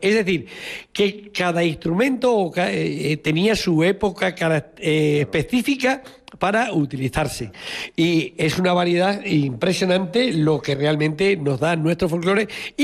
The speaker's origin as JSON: {"language": "Spanish", "town": "Santiago de Alcántara", "region": "Extremadura", "country": "Spain", "said": "como yo soy de Santiago de Alcántara, la provincia de Cáceres"}